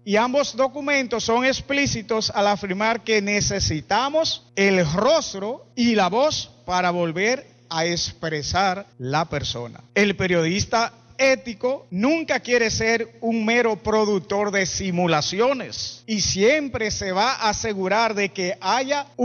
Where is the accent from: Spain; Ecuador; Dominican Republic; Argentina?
Dominican Republic; quiero hacerle un llamado a que como dominicanos asumamos un compromiso ético